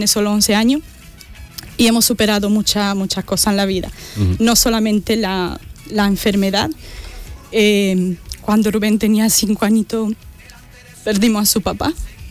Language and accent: Spanish; Romania; moved away as an adult; now in Spain; Yo soy de Rumanía.